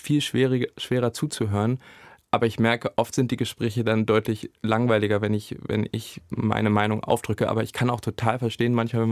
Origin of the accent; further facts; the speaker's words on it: Saxony-Anhalt, Germany; ich komme aus Sachsen-Anhalt, ich werde hier nicht mehr hingehen